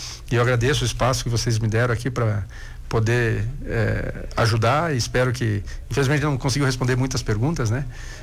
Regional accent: Lages, Santa Catarina, Brazil; born there; also born or lived in Rio Grande do Sul; E em Lages, foi uma cidade que me acolheu demais. Eu sou gaúcho, mas moro aqui desde criança. Só fiquei fora 11 anos, que é o tempo de faculdade e o tempo de residência. E sempre mantive minha estrutura aqui.

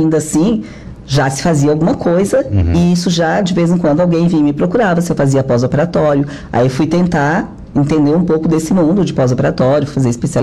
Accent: Rio Grande do Sul, Brazil; now in Santa Catarina, Brazil

